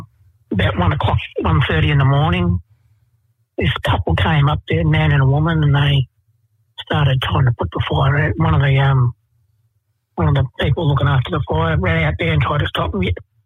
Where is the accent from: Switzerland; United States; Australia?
Australia; Melbourne, Victoria; I grew up in Fitzroy in Melbourne, but my mob is Gunai Kanai and Gunatamara, or Western Districts of Victoria, Kulin Nation, basically.